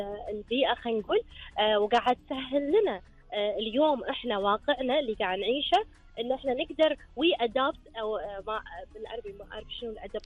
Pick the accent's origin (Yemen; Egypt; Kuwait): Kuwait; بعد الرياح عاليه عندنا بالكويت.